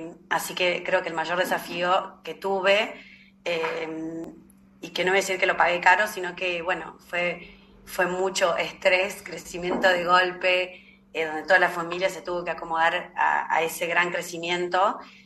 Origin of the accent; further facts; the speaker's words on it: San Luis, Argentina; also born or lived in Córdoba; que fui criada acá en San Luis, en el interior de Argentina. Y bueno, me fui a estudiar a Córdoba, me recibí de abogada.